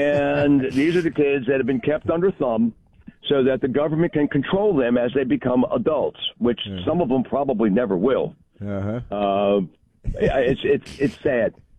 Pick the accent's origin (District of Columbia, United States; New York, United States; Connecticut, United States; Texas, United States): District of Columbia, United States; Washington; I mean, I grew up on MacArthur Boulevard, went to Our Lady of Victory, was born in Sibley Hospital.